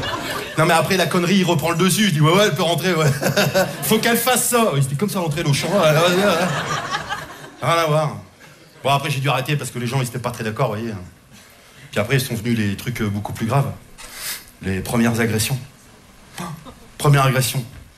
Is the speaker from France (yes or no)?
yes; France; now in Belgium